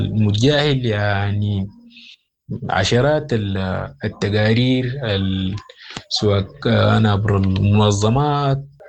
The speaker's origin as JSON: {"language": "Arabic", "country": "Sudan", "said": "كسودانيين"}